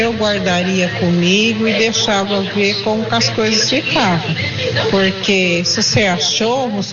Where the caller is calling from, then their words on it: Hortolândia, São Paulo, Brazil; Eu sou de Hortolândia